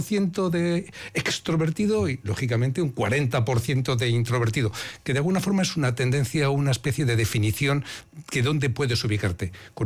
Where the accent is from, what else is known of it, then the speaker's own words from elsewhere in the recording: Bilbao, Basque Country, Spain; Yo cuando me preguntan de dónde eres, digo, de Deusto. Y luego hace tiempo que no vivo en Deusto, pero esa referencia, sí, esa socialización, sí, automáticamente sí te sale